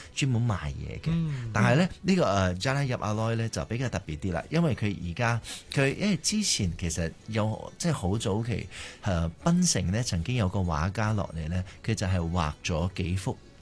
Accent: Ipoh, Perak, Malaysia; 係啊，我喺怡保長大。

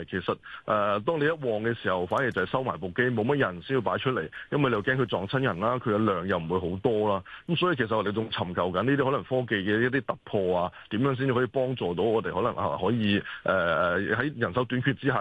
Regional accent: Hong Kong; 我哋都身為香港人

